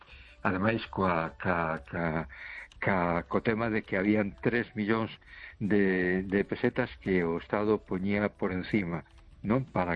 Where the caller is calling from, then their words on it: A Coruña, Galicia, Spain; de Coruña.